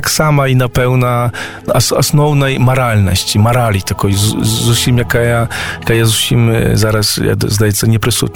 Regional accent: Belarus; now in Białystok, Poland; Я скажу, наконець, як білорус, коли б ця візія НСЗ сповнилася, мене б тут не було. Я б не мог говорити зараз на польському радіо у Польщі, у Білостоку

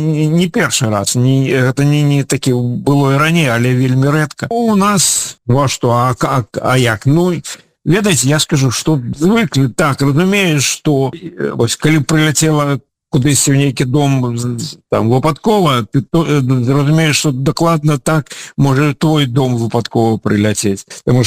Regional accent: Ukraine; я грамадзін Беларусі, але я украінец, і заўсёды быў, я ж вам калісі казаў, заўсёды неяк так склалася, што я заўсёды адчуваў сябе украінцам.

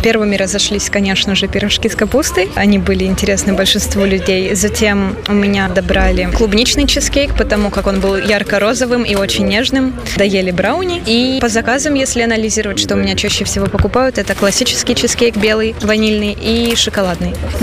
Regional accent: Ukraine; now in Vilnius, Lithuania; Я из Украины.

